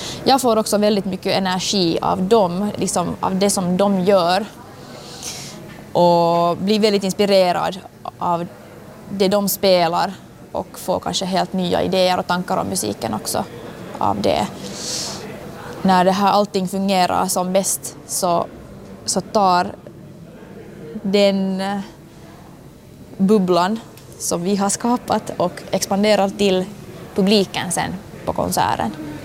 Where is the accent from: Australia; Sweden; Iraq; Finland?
Finland; Helsinki, Uusimaa; Jag är dirigent, kommer från Helsingfors och lever livet.